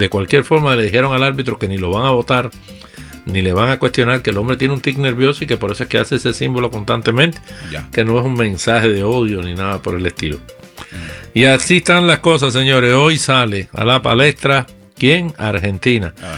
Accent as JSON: {"language": "Spanish", "country": "Mexico", "said": "No, pero nosotros somos mexicanos."}